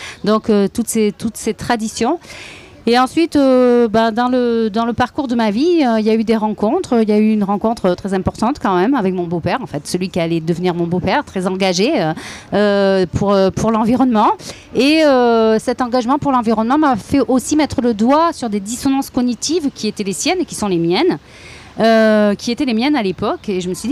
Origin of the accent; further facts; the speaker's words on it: South-West France, France; Moi je viens du sud-ouest avec toute la tradition tauromachique mais aussi la tradition de la chasse, et qui est liée à des événements très festifs qui soudent en fait énormément les villes village. Moi, je viens de la campagne